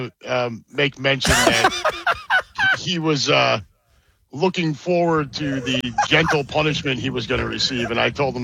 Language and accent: English; Bridgeport, Connecticut, United States; I grew up in Southwest Connecticut. In the Bridgeport area.